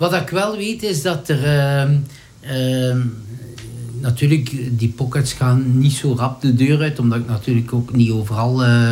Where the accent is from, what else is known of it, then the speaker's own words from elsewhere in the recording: Antwerp, Belgium; Ik kom uit Antwerpen